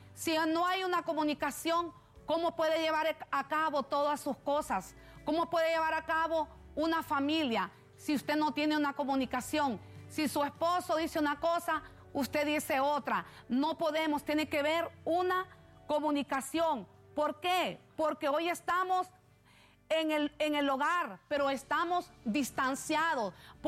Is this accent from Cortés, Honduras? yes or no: no; Maraita, Francisco Morazán, Honduras; moved away; Así que un saludo también para mi pueblo Maraita, donde me está escuchando mi madre y mis hermanos, mi papá.